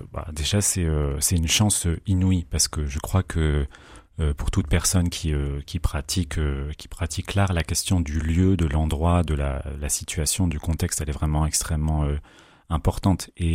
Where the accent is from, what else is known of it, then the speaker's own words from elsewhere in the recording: Lille, Hauts-de-France, France; Moi, je vis à Lille depuis toujours, pour ne pas le cacher, j'habite même à 5 minutes à pied de ce théâtre-là